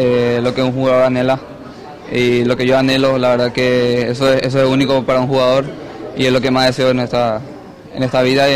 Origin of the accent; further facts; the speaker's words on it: Paraguay; moved away; Estoy en mi país